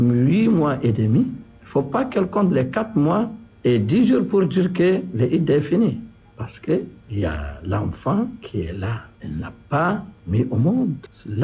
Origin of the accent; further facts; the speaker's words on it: Chad; Chez nous, au Tchad, la femme, avant, elle prend des tissus blancs.